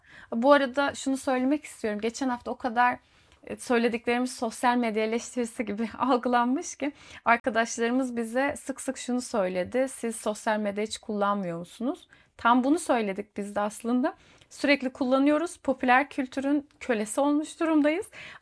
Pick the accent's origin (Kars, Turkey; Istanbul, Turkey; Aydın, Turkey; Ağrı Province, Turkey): Aydın, Turkey; Kuşadası; moved away; also born or lived in İzmir; Ben İzmir'de okudum 7 sene. Kuşadası'nda büyüdüm. İzmir'de okudum ve tam bütün İzmirlilerin böyle bir yaşamda ağırdan alma, zamanla kavga vermeme halini içimde hissetmiş birisiyim. O yüzden Akdeniz insanı belirtilerim.